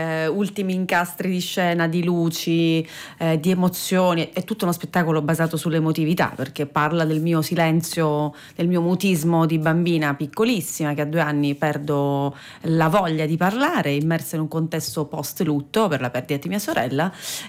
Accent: Sicily, Italy; io sono siciliana

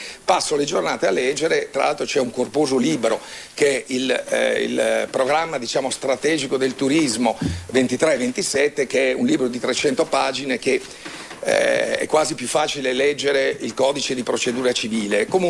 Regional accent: Verona, Veneto, Italy; also born or lived in Lake Garda; io sono di Verona e conosco bene il lago di Garda

